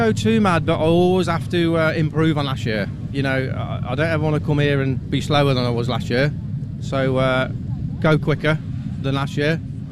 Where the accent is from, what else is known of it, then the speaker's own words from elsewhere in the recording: West Midlands, United Kingdom; So I'm from the Midlands, a place called Worcestershire, a lovely little town